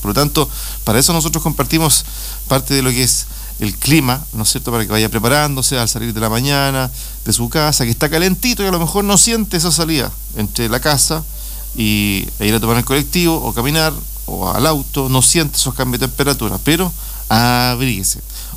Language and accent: Spanish; Aysén, Chile; Yo soy de Aysén, de la región, aquí sé que aguantamos el frío.